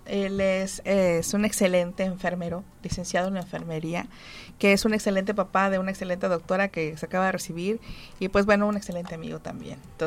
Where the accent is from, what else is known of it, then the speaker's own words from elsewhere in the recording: Poza Rica, Veracruz, Mexico; born there; me establecí y eché mi raíz, porque soy de Poza Rica. Me preparé fuera, terminé preparándome aquí en Poza Rica